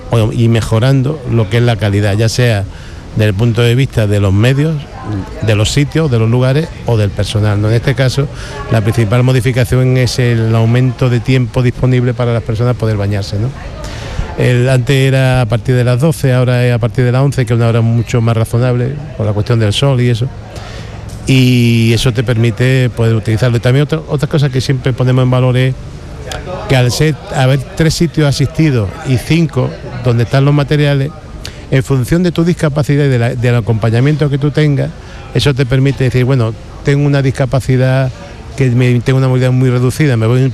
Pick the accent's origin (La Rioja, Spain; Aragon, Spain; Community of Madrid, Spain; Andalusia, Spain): Andalusia, Spain; Málaga; para los que vivimos y somos malagueños, es un castigo.